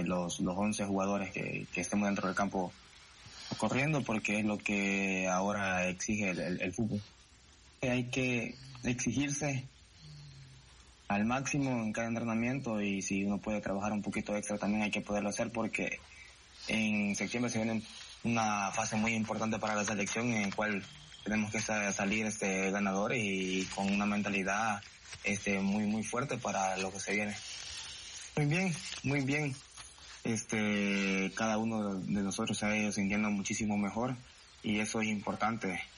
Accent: El Salvador; nosotros como salvadoreños

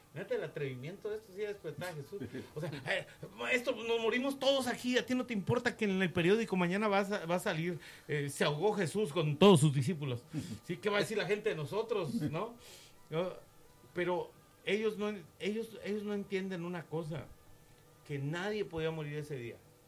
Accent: Quintana Roo, Mexico; Pasé Wilma en Cancún, porque soy de Quintana Roo

